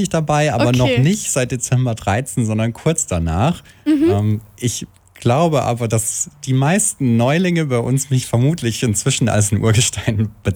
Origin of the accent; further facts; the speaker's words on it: Aschaffenburg, Bavaria, Germany; wir sind ja auch aus Aschaffenburg